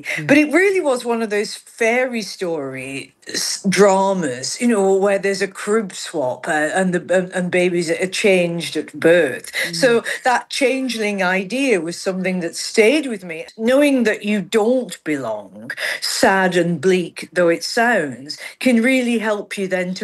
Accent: Accrington, North West England, United Kingdom; also born or lived in Manchester; I was adopted by religious folks in the working class town of Accrington, because I was born in Manchester, so I didn't move far.

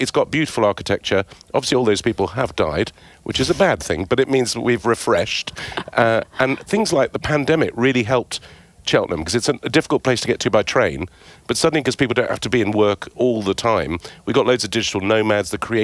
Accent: Beirut, Beirut Governorate, Lebanon; now in England; when I grew up in Beirut, obviously, as I natter on about a lot. But when first time I came to England, really, in 77, it was my granny's 90th birthday

